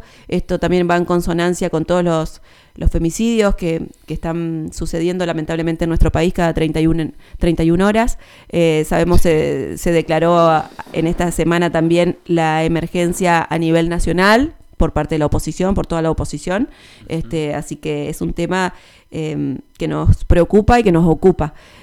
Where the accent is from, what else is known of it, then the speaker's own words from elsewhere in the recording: Argentina; nos une muchísimo como argentinos